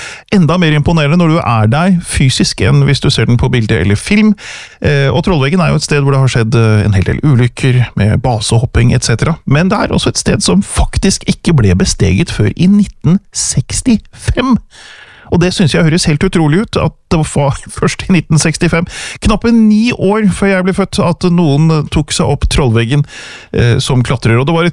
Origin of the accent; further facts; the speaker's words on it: Eastern Norway, Norway; Jeg vokste opp på Østlandet